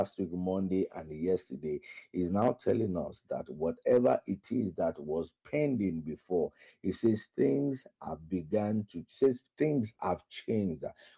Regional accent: Osogbo, Osun, Nigeria; now in Abuja, Nigeria; Ray Power 95.1 in Oshobo, that's my hometown.

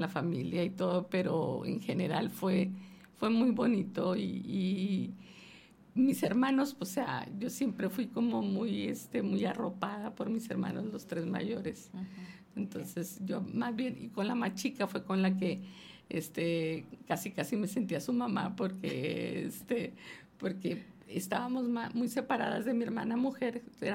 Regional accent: Ciudad Juárez, Chihuahua, Mexico; Yo viví una infancia bonita, sí, nací aquí en Juárez. Okay. Y bueno, pues crecí, gracias a Dios, muy libre.

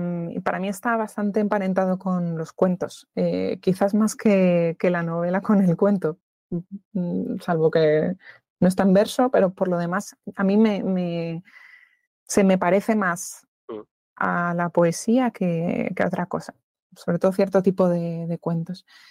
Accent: Madrid, Community of Madrid, Spain; yo soy muy de Madrid, me encanta Madrid, también sacándole todas las pegas que tiene muchísimas, pero yo estoy muy a gusto en mi ciudad, me gusta mucho la historia de aquí

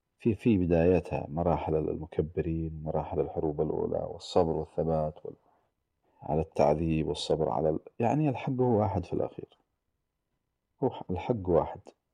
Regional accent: Sanaa, Amanat Al Asimah, Yemen; عندنا في صنعاء، وصنعاء جوها لطيف يعني

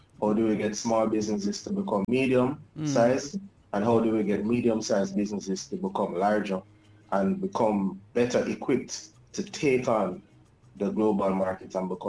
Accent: Jamaica

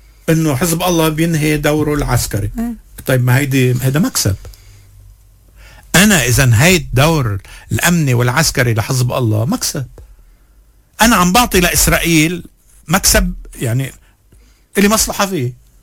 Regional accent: Lebanon

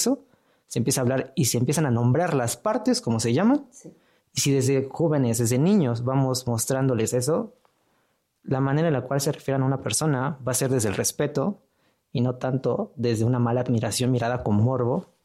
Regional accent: Mexico; Creo que estamos de acuerdo que todos somos mexicanas.

